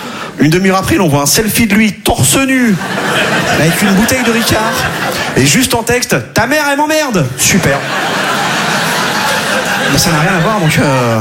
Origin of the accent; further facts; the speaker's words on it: Quimperlé, Brittany, France; Si vous voyez là, déjà là d'où je viens à Quimperlé, on n'avait pas les sports cool.